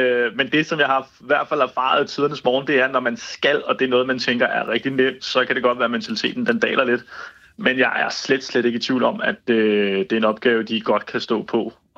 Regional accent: Brazil; vi som brasilianere altid tænker på, at vi starter jo først fodbold, når VM går i gang.

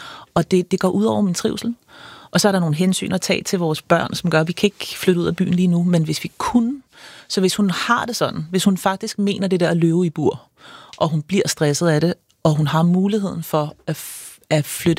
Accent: Copenhagen, Capital Region of Denmark, Denmark; Altså, så jeg bor nu inde i Indre København, hvor jeg er vokset op, så jeg er inkarneret bymenneske

